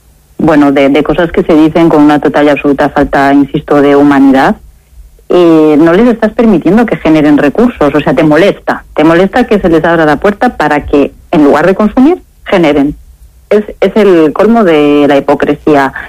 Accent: Spain; quien viva en España, yo soy española

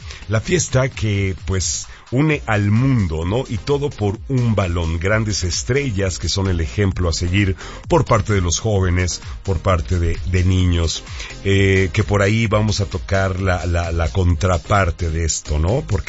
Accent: Mexico; Nosotros como mexicanos fuimos los mejores anfitriones

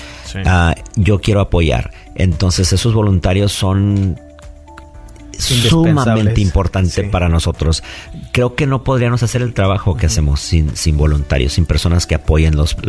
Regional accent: Mexico; now in Central Valley, California, United States; venimos de un país hermoso, como yo soy mexicano, donde sobrevivir es muy importante

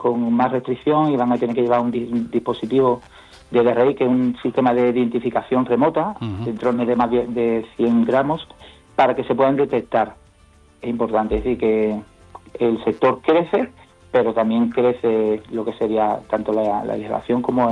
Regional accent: San Fernando, Andalusia, Spain; yo soy de aquí de Cádiz, San Fernando

